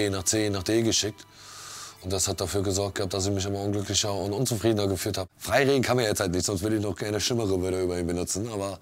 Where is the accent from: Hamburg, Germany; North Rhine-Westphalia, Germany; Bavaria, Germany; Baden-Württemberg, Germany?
Hamburg, Germany; komme hier aus dem wunderschönen Stadtteil St. Pauli. Also ich bin eher St. Paulianer als Hamburger.